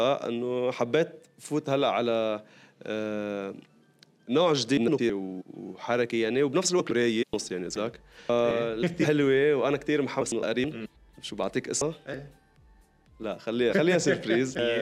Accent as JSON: {"language": "Arabic", "country": "Saudi Arabia", "said": "فأنا سعودية."}